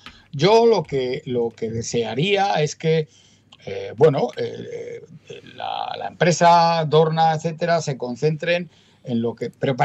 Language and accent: Spanish; Basque Country, Spain; Soy vasco y no me doy y no me rajo.